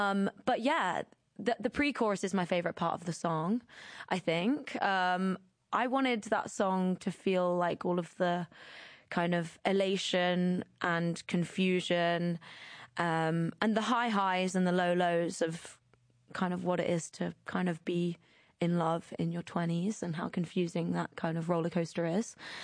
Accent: England, United Kingdom; This is all I've ever really dreamed about since I was like a little girl growing up in the Midlands.

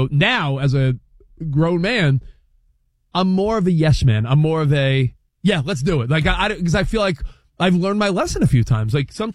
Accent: New York, United States; A, because I love his music, and B, I grew up on Long Island.

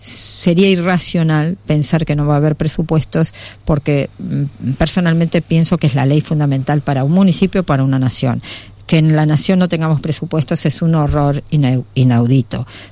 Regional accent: Argentina; now in Spain; soy muy muy argentina en ese sentido

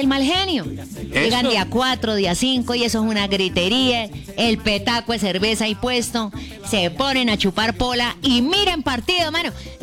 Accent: San Vicente de Chucurí, Santander, Colombia; moved away; de San Vicente de Chucurí, mi pueblo

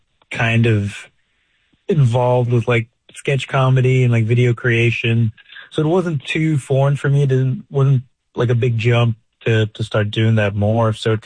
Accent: West Coast, United States; moved away as an adult; now in Austin, United States; I grew up on the West Coast, and I started comedy out there. And then 2017, I joined the military, and I moved around quite a bit. And then when I got out in 2023, I made the move out to Austin.

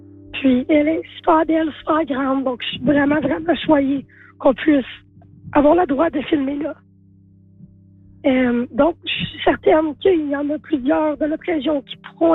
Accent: Hearst, Ontario, Canada; en tant que personne queer, en grandissant à Tracy Hearst.

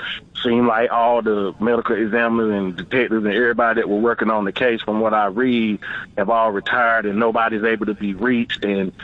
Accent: North Carolina, United States; I'm from North Carolina.

